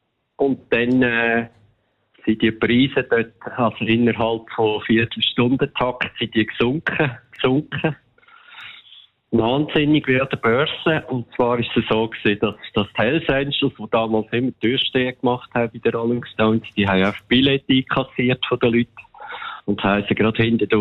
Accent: Zeinigen, Aargau, Switzerland; hat da unser Gärtner von Zeinigen, wo ich aufgewachsen bin, hat einmal den Rasen gewechselt

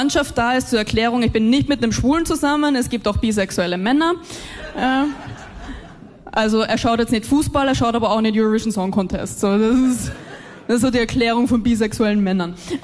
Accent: Austria

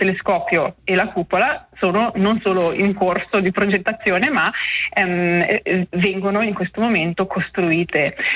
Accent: Ticino, Switzerland; moved away as an adult; also born or lived in Locarnese; now in England, United Kingdom; Io sono nata nell'Locarnese e cresciuta nelle terre di Piedemonte in Valle Onsernone

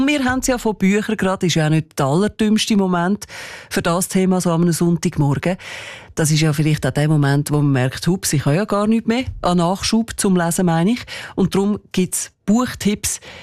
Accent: Zurich, Switzerland; das macht mich natürlich auch ganz besonders fröhlich als Zürcherin.

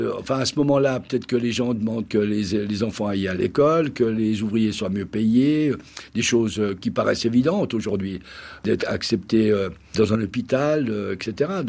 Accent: Italy; en tant qu'Italien à ce moment-là, après la Première Guerre, surtout après la Deuxième Guerre, puisque je suis né comme en 44, c'est la fin de la Deuxième Guerre mondiale, avec la fin de Mussolini, évidemment, en tant qu'Italien, il faut vraiment se la coincer.

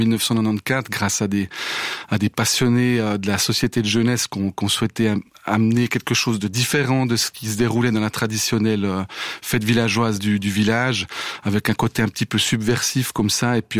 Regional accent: La Chaux-du-Milieu, Neuchâtel, Switzerland; Oui, je suis un habitant du village, je suis né à La Chaux-du-Milieu, et puis c'est vrai que dès l'enfance, j'ai été bercé vraiment par l'ambiance du Korbach Festival

